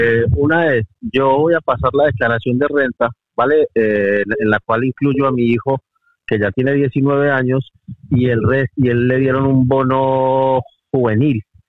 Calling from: Madrid, Community of Madrid, Spain; de Madrid.

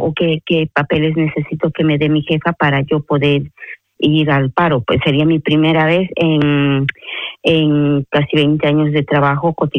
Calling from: Madrid, Community of Madrid, Spain; hablo de Madrid.

